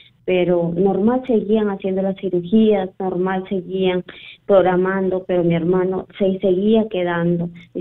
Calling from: Lima, Peru; Y los llamo de acá de San Juan de Miraflores, pero he venido de visita, yo vivo en San Juan del Urigancho.

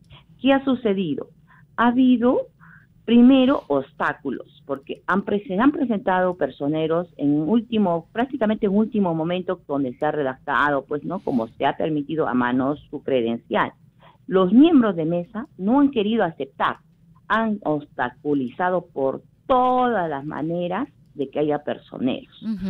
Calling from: Arequipa, Peru; unos compañeros acá en Caima, exactamente, en una zona no céntrica, en la término medio

